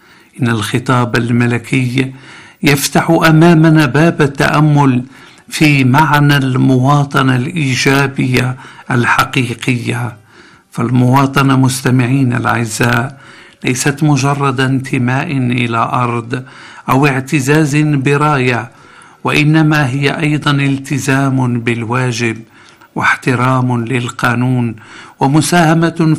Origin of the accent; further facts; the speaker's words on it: Morocco; حفظ الله بلدنا المغرب